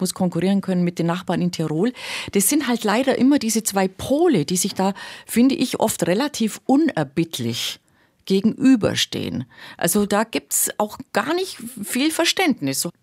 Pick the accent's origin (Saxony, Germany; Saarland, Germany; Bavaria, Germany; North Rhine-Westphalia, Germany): Bavaria, Germany; Also es ist meine Heimatregion, deswegen kenne ich mich da ein bisschen aus.